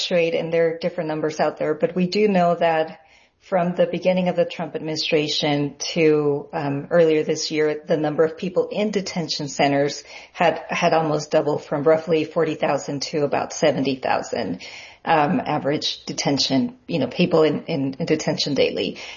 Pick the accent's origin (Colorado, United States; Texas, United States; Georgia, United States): Texas, United States; El Paso; Yeah, so I'm from El Paso, and I've been focusing a lot on Camp Beast Montana